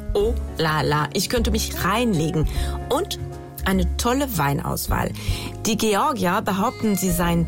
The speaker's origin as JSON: {"language": "German", "country": "France", "said": "als Französin"}